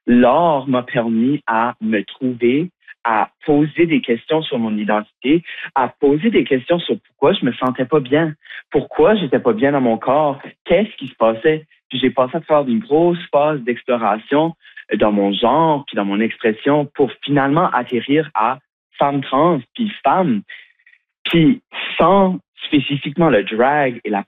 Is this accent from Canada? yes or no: yes; Shediac, New Brunswick, Canada; en grandissant à Shediac, moi, je connaissais pas de femmes trans.